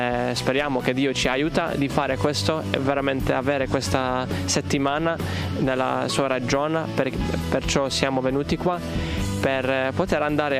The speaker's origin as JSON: {"language": "Italian", "country": "Hungary", "second_language": "Italian", "said": "Noi non siamo pochi cristiani in Ungheria, ma comunque siamo divisi."}